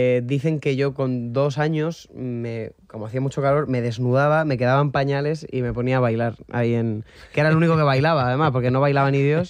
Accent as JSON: {"language": "Spanish", "region": "Valencian Community", "country": "Spain", "said": "sobre el papel soy valenciano, pero un valenciano es aquel de Valencia, ¿vale?"}